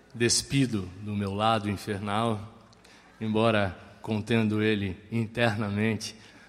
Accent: São Paulo, Brazil; born there; Tocar em São Paulo é sempre primordial, é o meu marco zero, a cidade onde nasci, onde moro, onde nasceram 4 dos meus filhos, é o meu centro geodésico

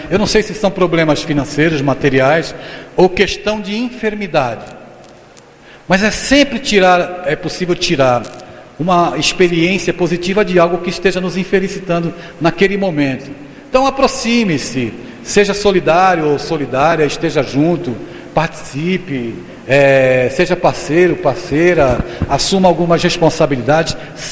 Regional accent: São Paulo, Brazil; now in Recife, Brazil; sou de São Paulo, então eu andava lá na Marginal Pinheiros, na Marginal Tietê

